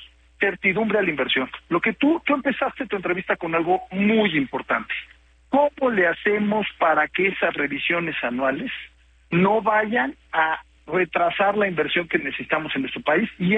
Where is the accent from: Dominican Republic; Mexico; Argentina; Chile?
Mexico